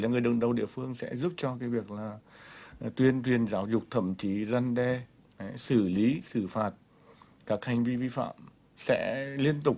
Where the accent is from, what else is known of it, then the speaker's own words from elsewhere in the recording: Vinh, Nghệ An, Vietnam; Tôi là người dân thành phố Vinh